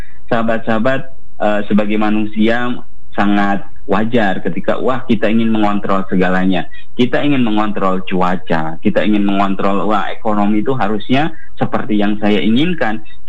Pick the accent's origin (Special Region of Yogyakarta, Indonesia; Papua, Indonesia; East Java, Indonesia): East Java, Indonesia; Kediri; Kita orang Kediri belum tentu meninggal di Kediri.